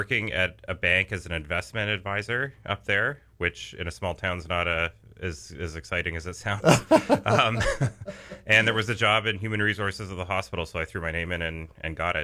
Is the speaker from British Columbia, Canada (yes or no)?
no; Minden, Ontario, Canada; So I grew up in Minden, left after high school, went to school, and then I ended up in Moose City, Ontario.